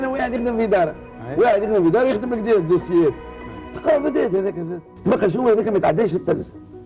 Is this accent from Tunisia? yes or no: yes; Tunisia; انا تونسي، انا تونسي،